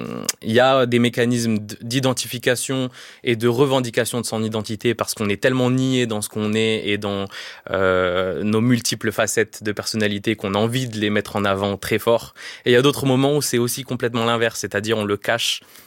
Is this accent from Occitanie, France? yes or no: no; Sainte-Florine, Auvergne-Rhône-Alpes, France; moved away; also born or lived in Bordeaux / Brioude; Moi, j'ai grandi en Haute-Loire. Enfin, je suis né en quartier populaire à Bordeaux, mais j'ai grandi en Haute-Loire, en milieu rural